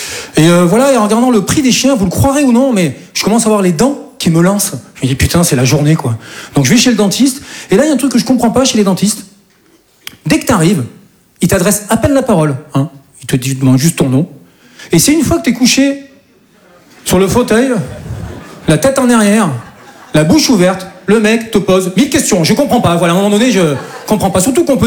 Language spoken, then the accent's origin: French; Southern France, France; Je dis ça parce que moi, je viens du sud de la France. Et chez nous, c'est un peu plus tranquille, quoi.